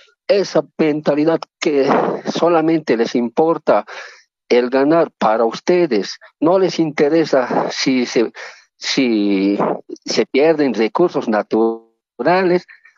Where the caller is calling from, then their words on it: La Paz, Bolivia; Me llamo de La Paz.